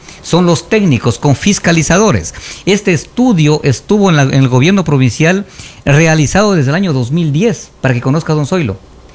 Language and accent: Spanish; Zumba, Zamora-Chinchipe, Ecuador; born there; moved away; Zumba, Chinchipe es mi tierra, ahí nací hace algunas décadas. Y yo amo a mi tierra, ahí está mi madre, está mi padre, está mi familia.